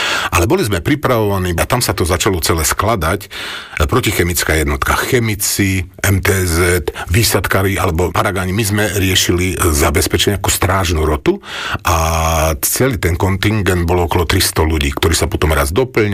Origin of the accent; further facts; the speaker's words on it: eastern Slovakia, Slovakia; accent: eastern Slovak; moved away; som z východu, to možno počuť aj na prízvuku, ktorý sa snažím zakryť, ale je počuť.